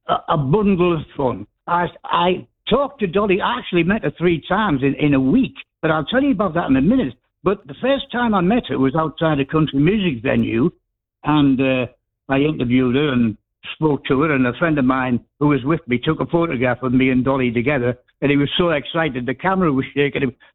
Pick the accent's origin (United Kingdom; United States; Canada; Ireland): United Kingdom; Hartlepool, North East England; I'm from Hartlepool on the northeast coast.